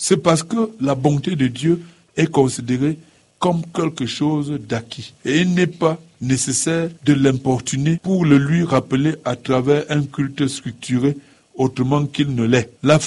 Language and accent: French; Tonga, West, Cameroon